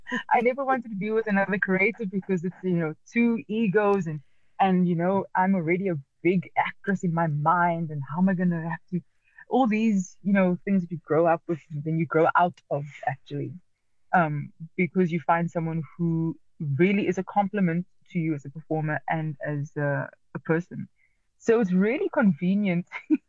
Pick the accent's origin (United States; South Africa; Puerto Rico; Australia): South Africa; Cape Town, Western Cape; I come from the Cape Flats. I come from Strandfontein, which is part of Mitchell's Plain, growing up in the 80s, shielded from a lot of stuff actually by my parents.